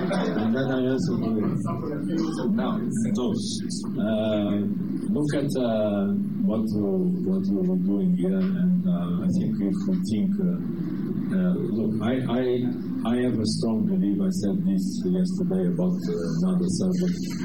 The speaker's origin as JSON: {"language": "English", "country": "Ghana", "said": "And now still I'm Ghanaian, you know. So my heart goes with the team everywhere that the team goes."}